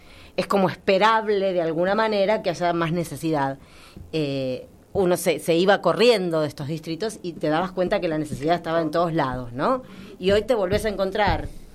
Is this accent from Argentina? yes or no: yes; Argentina; nos hizo como más argentinos